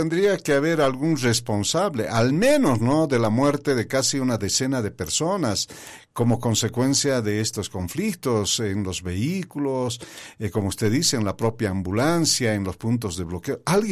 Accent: Bolivia

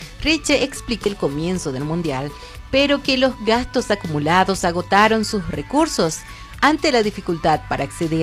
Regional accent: Bolivia; nosotros, como buenos bolivianos

